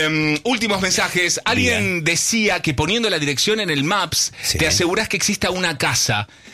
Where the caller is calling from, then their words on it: Santa Teresita, Buenos Aires Province, Argentina; Vivo en Santa Teresita